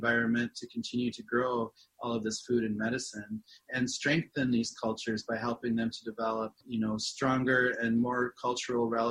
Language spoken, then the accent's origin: English; Pine Ridge Reservation, South Dakota, United States; You know, from my own experience growing up on Pine Ridge Reservation, which has been the poorest community in the United States ever since its inception